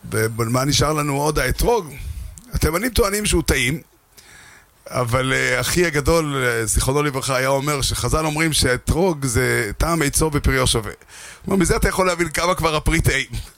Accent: Safed, Northern District, Israel; גדלתי בצפת

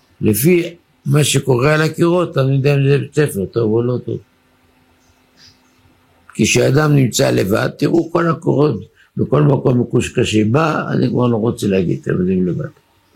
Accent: Bat Yam, Tel Aviv District, Israel; אני הייתי ילד, אני לא גדלתי באזור חרדי, אני בת ימי.

